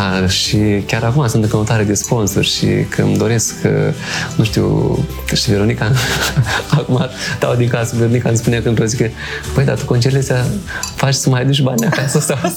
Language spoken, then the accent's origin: Romanian; Chișcăreni, Sîngerei District, Moldova; born there; sunt cetățean de onoare a satului unde m-am născut, satul meu natal, Chișcărei.